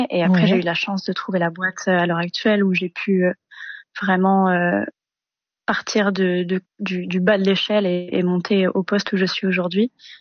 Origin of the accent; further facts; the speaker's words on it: Réunion, France; moved away as an adult; now in Perth, Australia; Du coup, j'ai déménagé à Perth spécifiquement quand j'avais 18 ans.